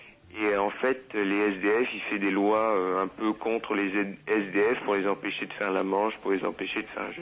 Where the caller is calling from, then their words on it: La Rochelle, Nouvelle-Aquitaine, France; moi j'habite à La Rochelle, dans cette ville il y a un maire socialiste